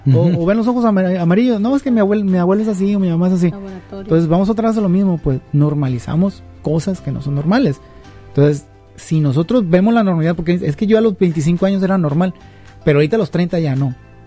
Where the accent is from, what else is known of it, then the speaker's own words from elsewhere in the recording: Mexico; Me empieza a doler el pecho, ahorita se me va a quitar, como buen mexicano, me tomo un paracetamol